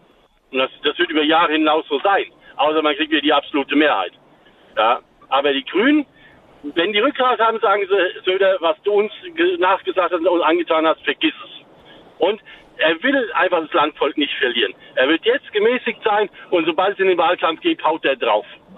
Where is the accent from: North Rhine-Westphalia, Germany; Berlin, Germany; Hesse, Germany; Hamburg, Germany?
Hesse, Germany; Und das sage ich als Hesse, das muss man mal zusagen.